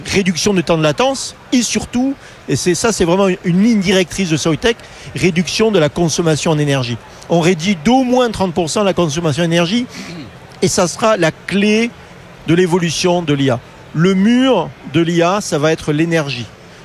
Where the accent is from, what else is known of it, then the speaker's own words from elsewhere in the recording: France; Non, honnêtement, c'est pas parce que je suis français que je le dis, mais les ingénieurs français sont franchement parmi les meilleurs au monde.